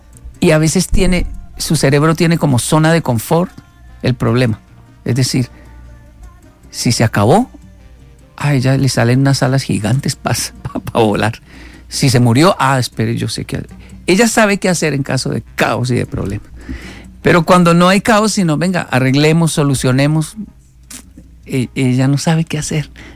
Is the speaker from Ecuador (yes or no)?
no; Colombia; yo soy colombiano. Me di cuenta que era colombiano.